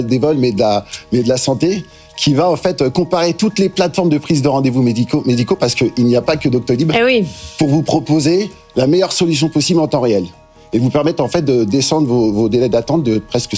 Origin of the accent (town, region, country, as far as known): Lyon, Auvergne-Rhône-Alpes, France